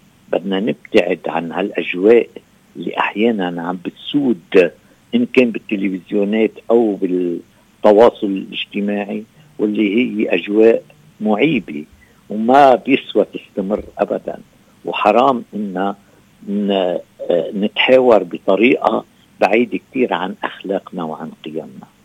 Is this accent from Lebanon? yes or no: yes; Lebanon; نحن كشعب لبناني